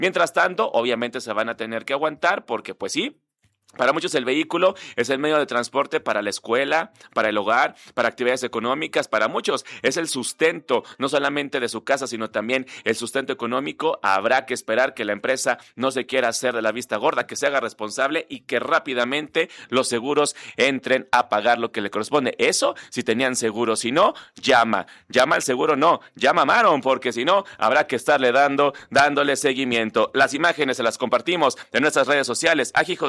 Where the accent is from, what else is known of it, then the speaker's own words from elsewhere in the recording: Mexico; así somos los mexicanos